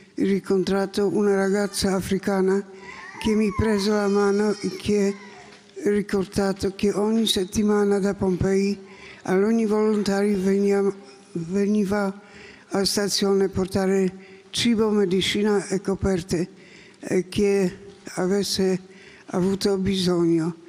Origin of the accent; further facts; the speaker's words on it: Poland; Italian is a second language; moved away as an adult; now in Italy; Buongiorno … vengo dalla Polonia. Arrivata da Italia 35 anni fa, casa, per il lavoro.